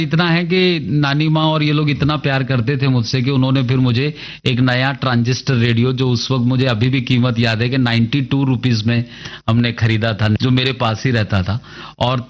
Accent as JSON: {"language": "Hindi", "town": "Ahmedabad", "region": "Gujarat", "country": "India", "tie": "born or raised there", "said": "वो हमारे अहमदाबाद में ही, अहमदाबाद"}